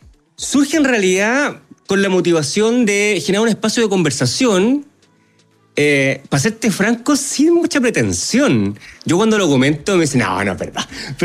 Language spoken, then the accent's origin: Spanish; Chile; la gran mayoría somos chilenos con preocupaciones, yo diría, muy locales